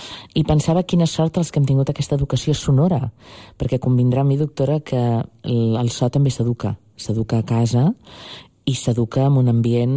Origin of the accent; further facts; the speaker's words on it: Rupit, Catalonia, Spain; Pensava en la meva infantesa, a Rupit, on estimejava amb els meus pares, a un poble d'Osona, sempre, tota la meva vida, tota la meva infantesa i adolescència